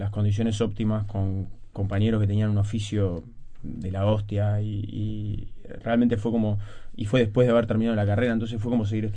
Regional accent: Uruguay; También porque somos uruguayos.

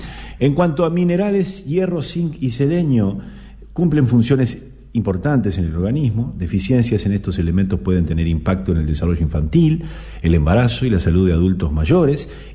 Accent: Uruguay

